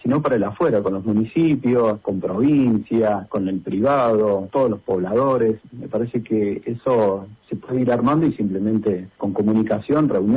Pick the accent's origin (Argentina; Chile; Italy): Argentina; Córdoba; born there; now in Chubut, Argentina; realidad nací en Córdoba Capital. Hace del 2017 que yo vivo acá en Chubut.